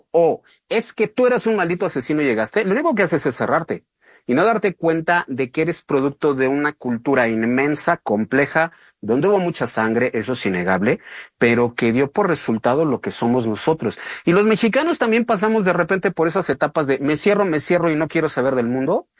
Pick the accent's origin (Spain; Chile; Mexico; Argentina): Mexico; No somos España, no somos los pueblos prehispánicos, somos mexicanos como producto de todas esas cosas.